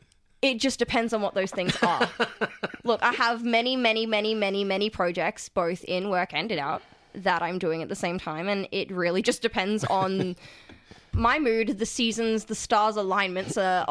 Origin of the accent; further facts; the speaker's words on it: Townsville, Queensland, Australia; I was born and raised in Townsville, Queensland.